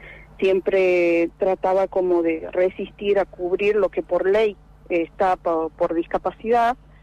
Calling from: Comodoro Rivadavia, Chubut, Argentina

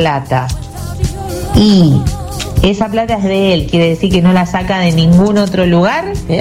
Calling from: Buenos Aires, Argentina; soy del barrio de San Cristóbal, acá las estoy viendo por YouTube.

